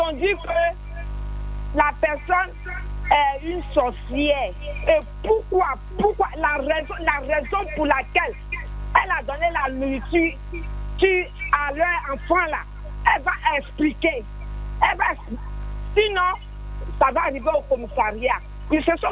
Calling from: Abidjan, Côte d’Ivoire; J'appelle Abobo Baoulé.

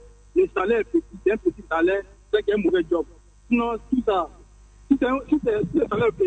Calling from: Abidjan, Côte d’Ivoire; À Cocody.

